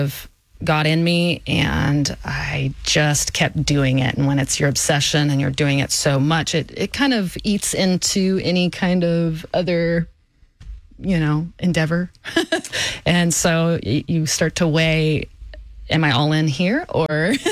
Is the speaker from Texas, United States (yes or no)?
yes; Houston, Texas, United States; born or raised there